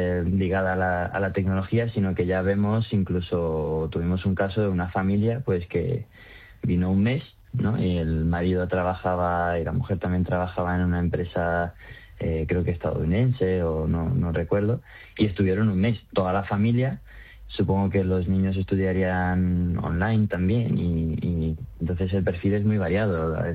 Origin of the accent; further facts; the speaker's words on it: Italy; Spanish is a second language; now in Fuengirola, Spain; No, claro, es que es muy sencillo, es el motivo, yo soy italiano, o sea que es el motivo por el que todos venimos aquí, ¿no?